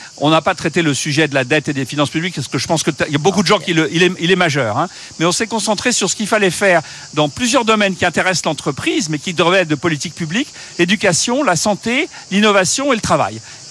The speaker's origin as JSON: {"language": "French", "country": "France"}